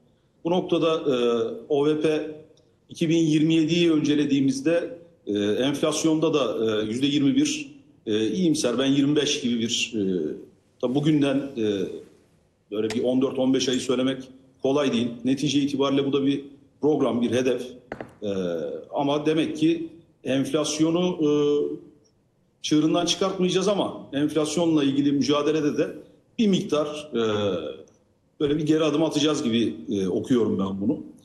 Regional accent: Aydın, Turkey; Efeler Diyarı Aydın'ın, yani memleketimin İşgalden kurtuluş yıl dönümü.

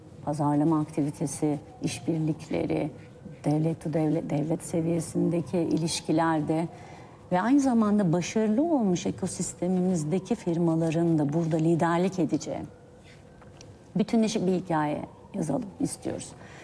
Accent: Antalya, Turkey; Ben Antalyalıyım. Antalya deyince aklınıza ne gelir? Turizm gelir, tarım gelir. Hani bir sanayi şehri gelmez.

